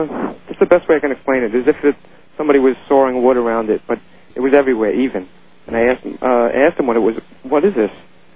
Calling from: New York City, New York, United States; I'm listening in Brooklyn, New York on 770 WABC.

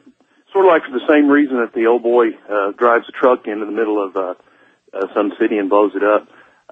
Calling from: Odessa, Texas, United States; I'm calling from Odessa, Texas.

